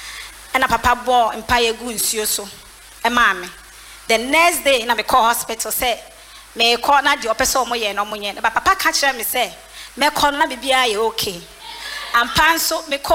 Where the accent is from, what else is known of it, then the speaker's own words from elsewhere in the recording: Greater Accra, Ghana; I'm from Community 8.